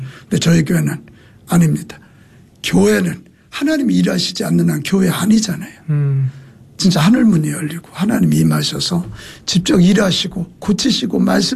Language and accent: Korean; Gongju, South Chungcheong, South Korea; moved away as an adult; also born or lived in Daejeon; now in Seoul, South Korea; 공주가 제 고향이고 제가 고등학교, 대학교를 대전에서 보냈고